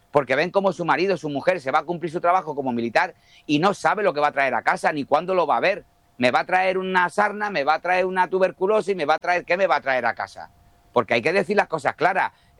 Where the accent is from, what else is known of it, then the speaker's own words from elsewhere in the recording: Spain; nosotros que venimos de Europa, de España